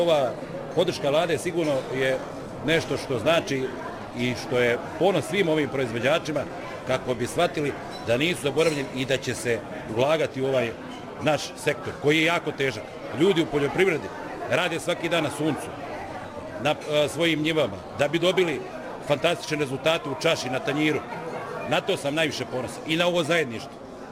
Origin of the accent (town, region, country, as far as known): Herzegovina, Bosnia & Herzegovina